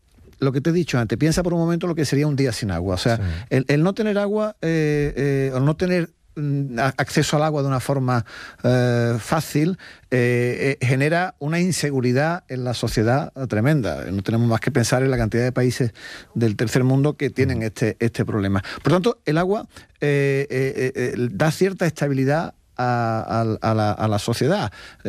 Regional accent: Spain

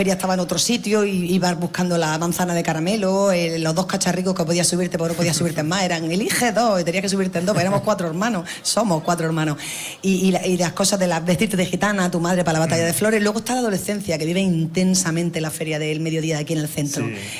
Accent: Almería, Andalusia, Spain; yo soy almeriense antes de ser alcaldesa, almeriense

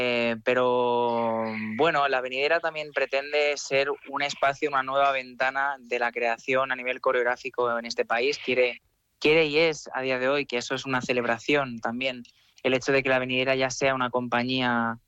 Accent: Spain; nuestra propia identidad como creadores y como coreógrafos españoles

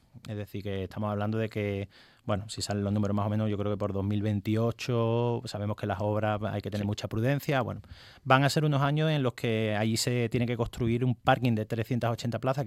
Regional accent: Cádiz, Andalusia, Spain

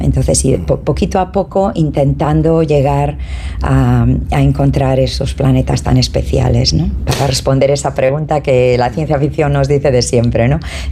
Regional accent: Galicia, Spain; born there; moved away; España, yo vengo todos los años, mi tierra mucho es donde nací, mi tierra gallega y toda España, ¿no?

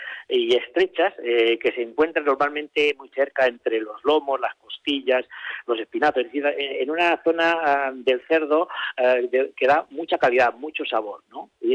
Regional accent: Segovia, Castile and León, Spain; ya no solamente somos la gente de Segovia

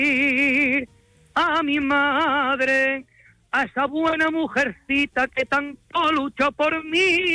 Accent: Asturias, Spain; soy un asturiano enamorado de la copla. No soy del sur, ni soy poeta, ni en mis raíces hay sangre flamenca

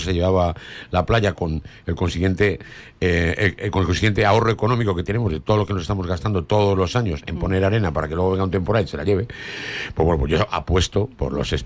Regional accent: Madrid, Community of Madrid, Spain; now in Marbella, Spain; en mi infancia, yo soy de Madrid, como ya sabéis, sí, pues veraneábamos como catetos madrileños en Cullera, Gandía, Torre Valdina, la costa, sí, sí, de Levante.

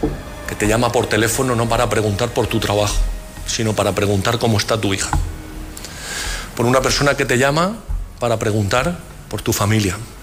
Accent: Region of Murcia, Spain; Hoy somos un poco más orgullosos como murcianos gracias a José Ballesta.

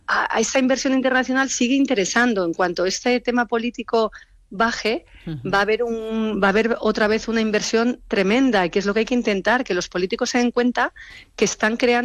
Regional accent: Madrid, Community of Madrid, Spain; igual que yo soy madrileña

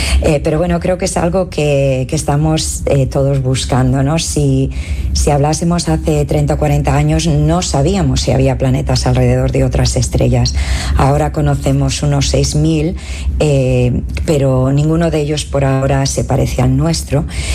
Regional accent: Galicia, Spain; born there; Y claro, España, yo vengo todos los años, me tira mucho, es donde nací, mi tierra gallega y toda España, ¿no?

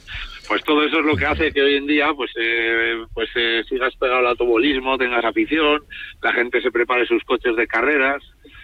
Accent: Logroño, La Rioja, Spain; es la subida de mi pueblo, de mi casa, de Logroño.

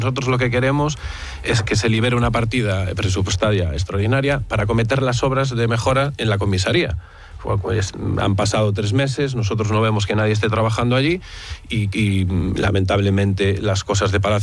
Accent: Santiago de Compostela, Galicia, Spain; somos la capital de Galicia

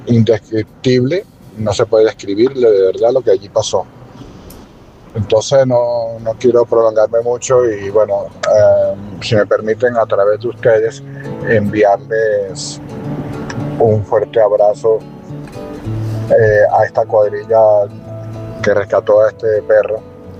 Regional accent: Venezuela; a mi tierra, en Venezuela.

